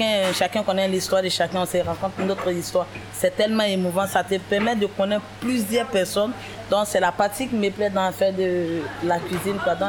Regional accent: Côte d’Ivoire; now in France; je suis ivoirienne.

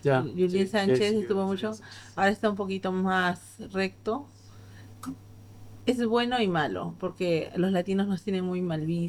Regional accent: Peru; now in Beaucaire, France; Bueno, vivo 10 años en Beaucaire, más poco más, 11 años por ahí. Soy de Perú, pues tengo el negocio hace 8 años casi ya.

